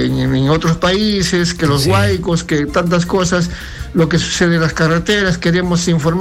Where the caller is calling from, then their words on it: Lima, Peru; de Cercado, Lima.